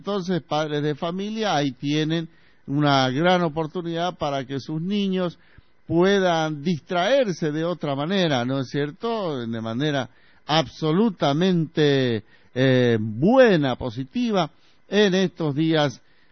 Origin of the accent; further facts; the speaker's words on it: Bolivia; nosotros como bolivianos